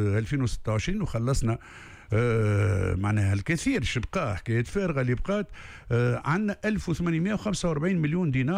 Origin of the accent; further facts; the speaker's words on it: Tunisia; عندنا في تونس